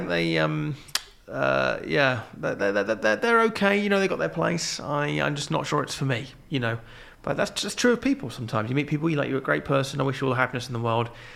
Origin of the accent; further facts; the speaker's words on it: Reading, South East England, United Kingdom; also born or lived in London; now in Stoke-on-Trent, United Kingdom; I'm from a little place called Reading, which people always say is up and coming, which doesn't say anything about what it is now. It just means that it has been worse, basically. Reading's actually fine. It's kind of nice.